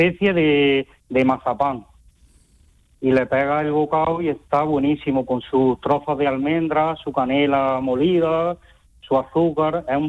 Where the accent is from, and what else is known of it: Porcuna, Andalusia, Spain